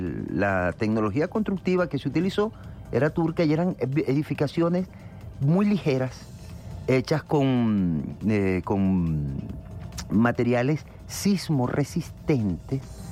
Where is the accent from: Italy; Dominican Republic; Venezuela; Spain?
Venezuela; sino a todos nosotros, nosotras como venezolanos dentro de nuestra psique, desde nuestras emociones.